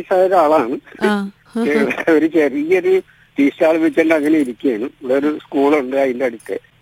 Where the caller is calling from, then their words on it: Cherthala, Kerala, India; ചേർത്തല ഒരു 4 കിലോമീറ്റർ കിഴക്കോട്ട് വരുമ്പോഴത്തേക്ക് വേമ്പനാട്ടുകാരിന്റെ തീരത്ത് കട്ടച്ചിറ എന്നൊരു ഗ്രാമമുണ്ട്. അവിടെയാണ് എന്റെ വീട്.